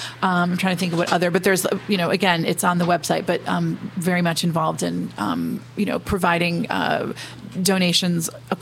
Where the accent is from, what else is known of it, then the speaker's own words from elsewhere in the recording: Flint, Michigan, United States; also born or lived in Benzie County, Michigan; now in London, United Kingdom; So I'm from Michigan originally. I grew up in Flint, but spent every summer of my life here in Benzie County. I'm a journalist. I'm based in London in the UK now.